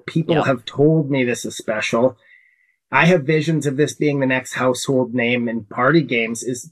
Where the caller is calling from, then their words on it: Saskatoon, Saskatchewan, Canada; I'm calling from Saskatoon, Saskatchewan, Canada.